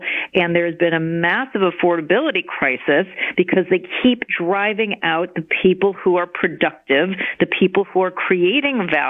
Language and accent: English; Chicago, Illinois, United States; he actually lived in my hometown of Chicago that is also run by commies today